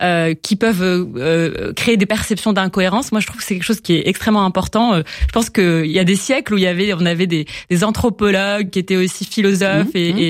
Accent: Morocco; Ben oui, j'ai grandi au Maroc, j'y travaille d'ailleurs en ce moment, enfin, je suis entre les deux.

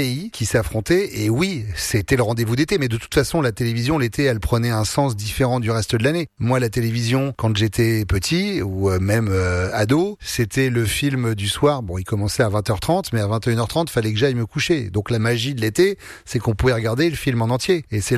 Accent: Nouvelle-Aquitaine, France; je suis de ceux qui ont connu le Fort Boyard sans émission de télé dedans, puisque je suis de Charente-Maritime.

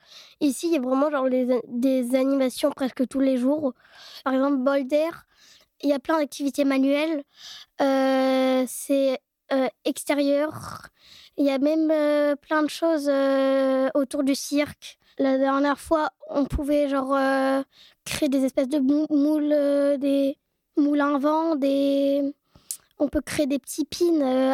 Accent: Caen, Normandy, France; j'ai 10 ans, j'habite le quartier de la Grâce de Dieu, je suis née à Caen

